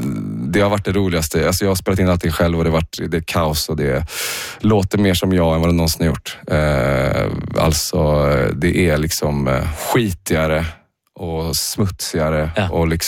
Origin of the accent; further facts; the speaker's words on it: Uddevalla, Västra Götaland County, Sweden; jag är också uppväxt i Uddevalla så att Oslo var ju min liksom go-to storstad